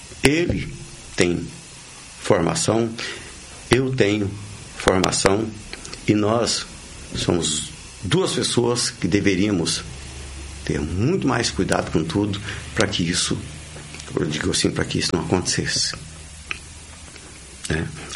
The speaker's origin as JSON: {"language": "Portuguese", "town": "Santa Helena de Goiás", "region": "Goiás", "country": "Brazil", "tie": "born there", "moved": "yes", "said": "eu sou lá de Santa Helena de Goiás, né? E da cidade era tão pequena"}